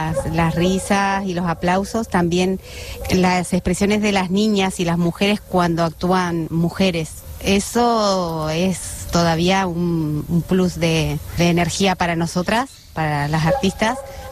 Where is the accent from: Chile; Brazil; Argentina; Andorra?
Argentina; Catalan is a second language; moved away as an adult; now in Catalonia, Spain; Sí, para mí soc argentina i he vingut perquè jo volia, no? Volia. Ha sigut la meva decisió i estic a Catalunya feliç i he decidit estar aquí.